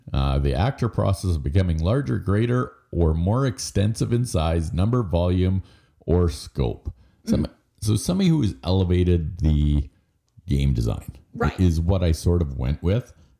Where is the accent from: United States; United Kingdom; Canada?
Canada; being Canadian, it doesn't really mean anything to me.